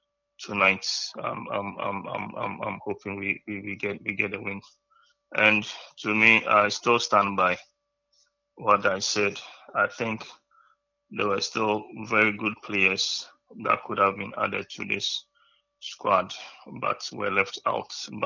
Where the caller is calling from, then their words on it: Teshie, Greater Accra, Ghana; calling from Teshi.